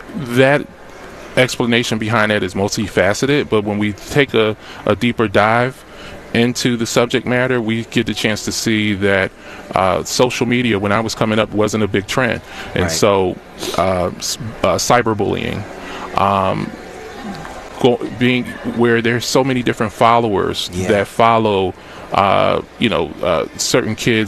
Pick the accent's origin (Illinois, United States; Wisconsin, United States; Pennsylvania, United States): Pennsylvania, United States; Philadelphia; I grew up in West Philly